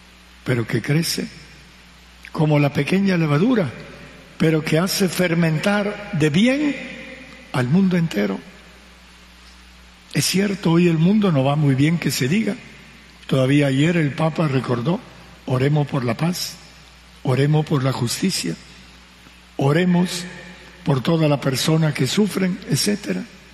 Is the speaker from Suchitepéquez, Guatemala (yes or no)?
no; Petén, Guatemala; en nuestro petén, en nuestra comunidad parroquial